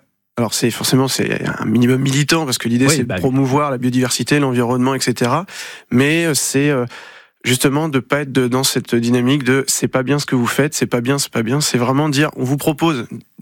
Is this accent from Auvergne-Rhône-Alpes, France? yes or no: no; Autheuil-Authouillet, Normandy, France; on va le faire chez nous, à Auteuil-Autouillé.